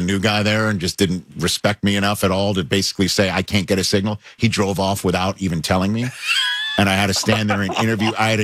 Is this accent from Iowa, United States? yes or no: no; New York, United States; I'm some guy from New York sweating my ass off on that day